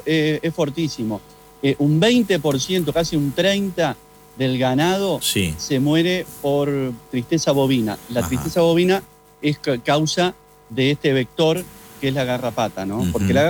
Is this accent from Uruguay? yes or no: yes; Uruguay; soy uruguayo